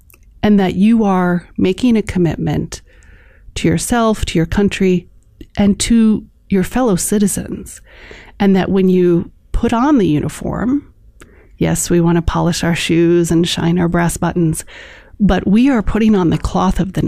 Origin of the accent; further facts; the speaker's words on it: Chicago, Illinois, United States; I grew up in Chicago, mm-hmm. and I went to a boarding school.